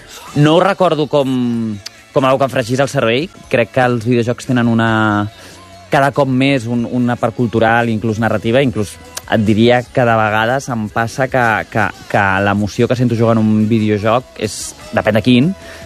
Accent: Barcelona, Catalonia, Spain; born or raised there

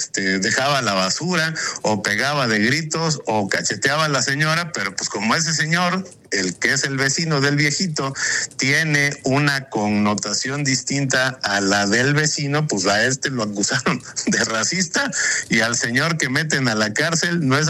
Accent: Mexico; con el ejercicio de las libertades de quienes somos simplemente mexicanas y mexicanos.

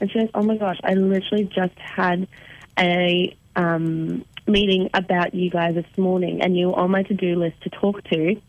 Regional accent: Cairns, Queensland, Australia; Well, we're from Cairns, and it's so funny. A lot of our family still live up there.

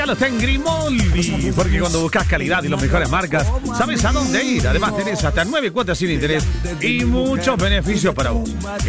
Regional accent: La Rioja, Argentina; also born or lived in Córdoba, Argentina; Che, Titón … soy de La Rioja. De chico escuché varias radios, por ejemplo, de La Rioja, de Catamarca, radios de Buenos Aires.

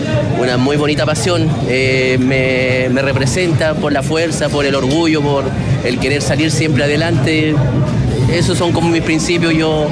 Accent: Osorno, Los Lagos, Chile; De Osorno, de la décima región de Los Lagos.

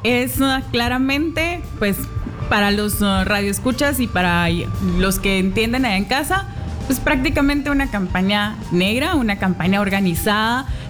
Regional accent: Guatemala; soy una joven guatemalteca, siempre apasionada por los temas de la política y la vida social.

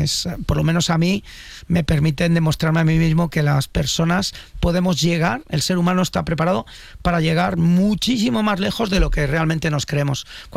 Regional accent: Íscar, Castile and León, Spain; Soy castellano y ahí nos hacemos duros.

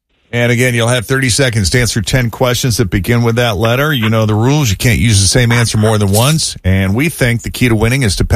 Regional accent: Massachusetts, United States; my hometown where I grew up outside of Boston

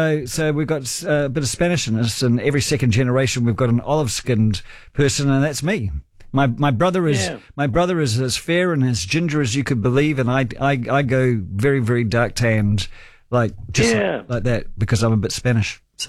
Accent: Hemel Hempstead, East of England, United Kingdom; born there; moved away; I was born in Hemel Hempstead

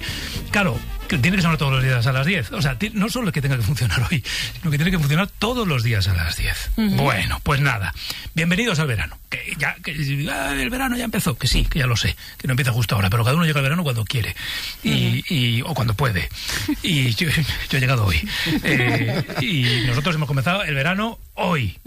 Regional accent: Navarre, Spain; Como yo tengo más años que ellos, soy más navarro que ellos.

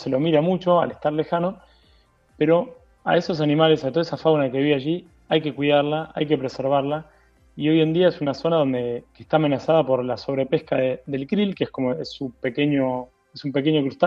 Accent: Buenos Aires Province, Argentina; Somos de las afueras de Buenos Aires.

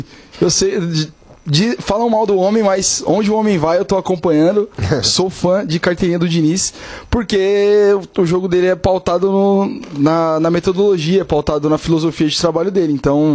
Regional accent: Brazil; a gente, enquanto brasileiro, ainda vive da arte, ainda vive do improviso

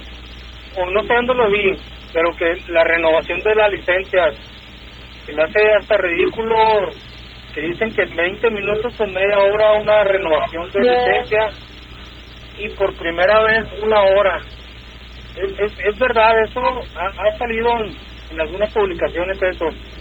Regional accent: Ciudad Juárez, Chihuahua, Mexico; yo soy de Juárez, ustedes son de Juárez, hemos manejado acá en El Paso

